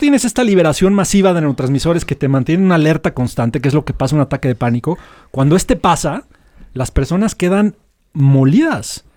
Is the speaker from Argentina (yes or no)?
no; Mexico; Los mexicanos somos y los latinos en general